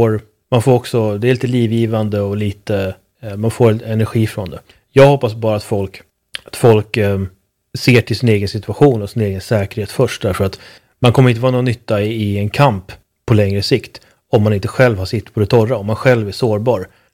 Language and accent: Swedish; Sweden; moved away as an adult; now in Budapest, Hungary; hemma i Sverige